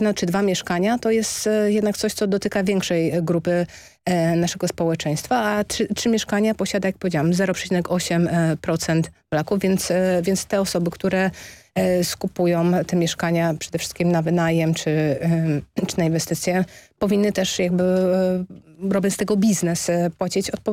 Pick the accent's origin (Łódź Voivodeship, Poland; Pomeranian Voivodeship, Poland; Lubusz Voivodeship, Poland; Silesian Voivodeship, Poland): Silesian Voivodeship, Poland; Katowice; I ja jestem z Katowic, tam na przykład też jest dodatkowe obciążenie od pustostanu